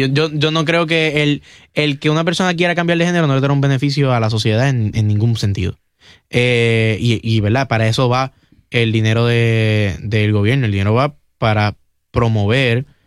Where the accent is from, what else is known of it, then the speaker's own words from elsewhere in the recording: Puerto Rico; Y a mí, como puertorriqueño y como joven puertorriqueño, pero de igual forma ciudadano americano